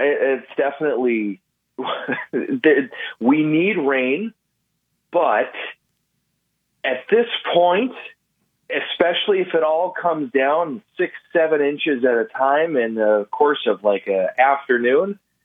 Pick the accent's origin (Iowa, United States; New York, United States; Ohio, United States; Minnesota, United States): Minnesota, United States; I grew up in Minnesota